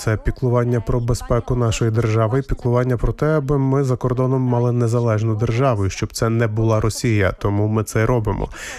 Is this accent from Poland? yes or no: yes; Poland; Ukrainian is a second language; і я, як полька, як патріотка, хочу жити з моїм сусідом в добрих стосунках